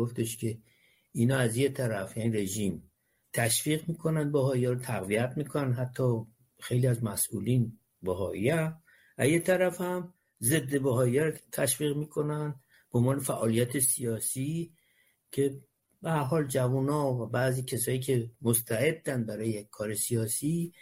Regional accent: Tehran, Tehran Province, Iran; من متولد 4 آبان 1333 در جنوب تهران توی خیابان امیریه محله قلعه وزیر در یک خونه نسبتاً محقری به دنیا اومدم. زندگیمون ابتدا مثل همه بچه ها، البته محله ما یه محله نسبتاً سنتی مخلوطی بود، از همه جور آدمی تو اون محل بود

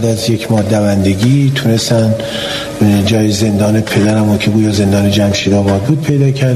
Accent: Iran; born there; من سال 1324 13 آذر سال 1324 تو کوچه سرقبرقا تو محله سانپسخونه به دنیا اومدم و تو خونه حاج حسین معمار که مستأجر بودیم

